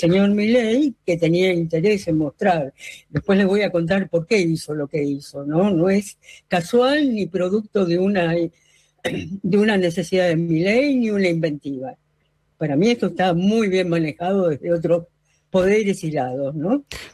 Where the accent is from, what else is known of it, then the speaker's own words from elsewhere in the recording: Argentina; now in São Paulo, Brazil; a mí como argentina me dio vergüenza